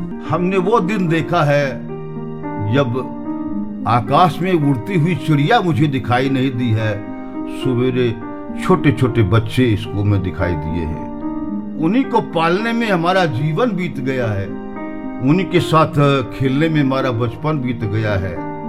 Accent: Gonda, Uttar Pradesh, India; हमारा गोंडा

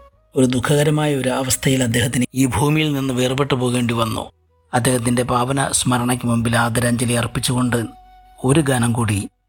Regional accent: Aryankavu, Kerala, India; born there; accent: Kollam district; also born or lived in Kanchiyode, Thiruvananthapuram district / Thirumala, Thiruvananthapuram; പക്ഷേ ഞാൻ വളർന്നതൊക്കെ 7 വയസ്സ് മുതൽ ആര്യങ്കാവിലാണ്. അതുകൊണ്ട് എൻ്റെ സംസാര രീതിയും മറ്റ് പെരുമാറ്റ രീതിയും ഒക്കെ കൊല്ലം ജില്ലയുടെ ഒരു സവിശേഷതയായിട്ടാണ്.

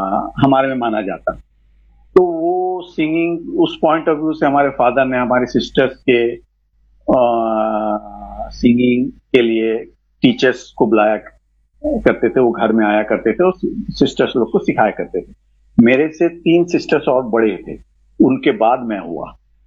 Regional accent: Bhilai, Chhattisgarh, India; मैं भिलाई छत्तीसगढ़ का रहने वाला हूँ

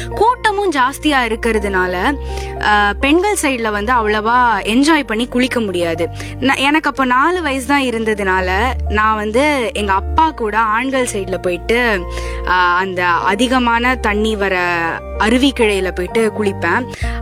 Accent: Courtallam, Tamil Nadu, India; அந்த ஊரே என்னோட சொந்த ஊராக இருக்கிற எனக்கு வந்து எங்கள் ஊரோட நிறைய மெமரிஸ் இருக்கு.

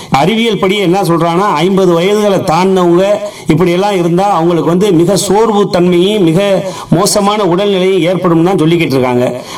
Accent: Pamban, Tamil Nadu, India; நான் பிறந்தது வளர்ந்தது எல்லாமே ராமேஸ்வரம் தீவு தானே, என் பாட்டையும் பூட்டையும் முப்பாட்டையும் எல்லாமே ராமேஸ்வரத்துல தான், பாமன்ல தான் பிறந்தோம், ஒரே தெருல தான் பிறந்தோம், இடமும் ஒரே இடம் தான்.

